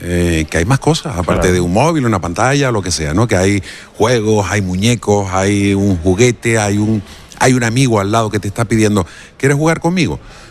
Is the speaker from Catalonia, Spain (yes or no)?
no; Cabo Blanco, Canary Islands, Spain; yo soy de Cabo Blanco toda la vida, sí.